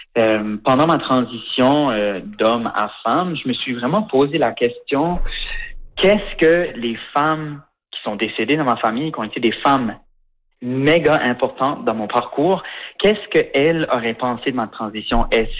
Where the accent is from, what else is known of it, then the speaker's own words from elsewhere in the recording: Shediac, New Brunswick, Canada; now in Montreal, Canada; moi j'ai grandi à Shediac au Nouveau-Brunswick.